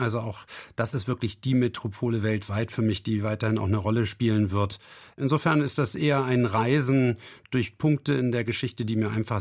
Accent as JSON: {"language": "German", "area": "Eutin", "region": "Schleswig-Holstein", "country": "Germany", "tie": "born there", "said": "Ich bin damals bei den Eutima Sommerspielen auch groß geworden."}